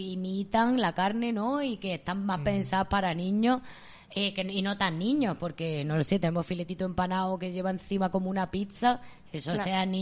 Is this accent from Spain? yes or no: yes; Linares, Andalusia, Spain; moved away; la última vez que estuve en mi pueblo, que yo soy de Linares